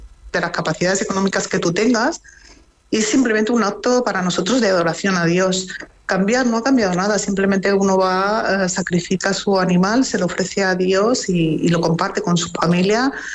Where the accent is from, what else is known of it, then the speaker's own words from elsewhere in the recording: Balearic Islands, Spain; born there; La verdad es que yo soy española, sí. ¿No? Yo he nacido en Mallorca, entonces para mí esa celebración, la gastronomía